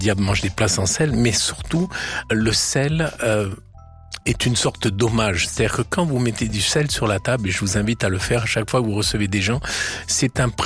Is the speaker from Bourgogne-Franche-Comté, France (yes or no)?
no; Provence-Alpes-Côte d'Azur, France; C'est que moi je viens de Camargue, comme mon accent l'indique, et mes parents avaient un restaurant en Camargue